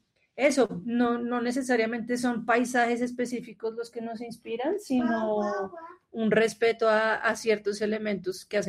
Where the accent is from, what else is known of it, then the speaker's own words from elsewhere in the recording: Bogotá, Colombia; nosotras que somos de Bogotá